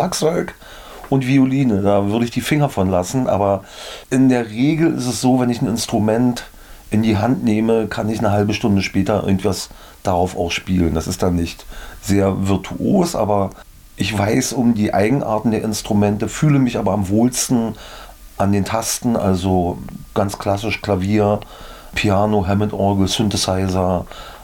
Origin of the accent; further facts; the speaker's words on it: Finsterwalde, Brandenburg, Germany; born there; Im letzten Jahr habe ich in meiner Geburtsstadt Finsterwalde zum Brandenburg-Tag das Finsterwalder Sänger-Musical komponiert und produziert auch.